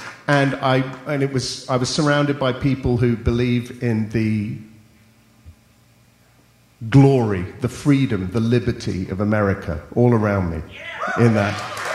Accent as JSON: {"language": "English", "country": "United Kingdom", "moved": "yes", "lives_now": "United States"}